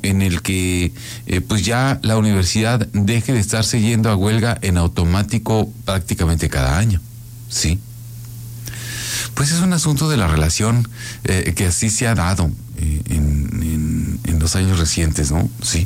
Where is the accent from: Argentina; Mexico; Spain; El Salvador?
Mexico; Guaymas, Sonora; soy de Guaymas